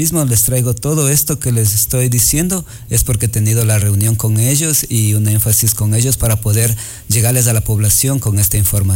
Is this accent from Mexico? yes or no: no; Ecuador; nosotros somos el ombligo del Ecuador